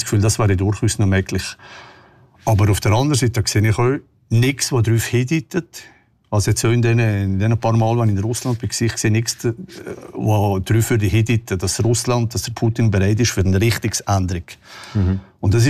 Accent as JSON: {"language": "German", "country": "Switzerland", "said": "ich bin jetzt aus der Schweiz und die Schweiz ist offiziell ein unfreundlicher Staat."}